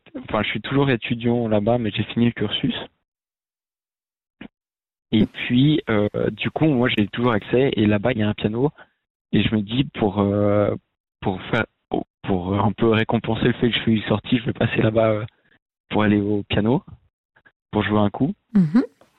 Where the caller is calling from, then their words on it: Lausanne, Vaud, Switzerland; Alors là, je suis à Lausanne.